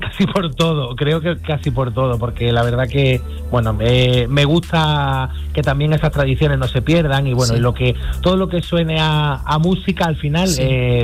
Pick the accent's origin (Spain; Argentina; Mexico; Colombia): Spain; Jaén, Andalusia; llevar por delante a mi tierra, Jaén